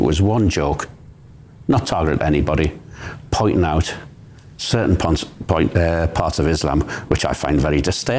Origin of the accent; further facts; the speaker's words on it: United Kingdom; Exactly. Without that, we're not British anymore.